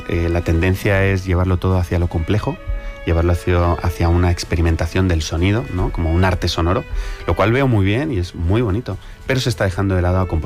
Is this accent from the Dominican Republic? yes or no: no; Italy; que me voy hacia el italiano, porque también soy italiano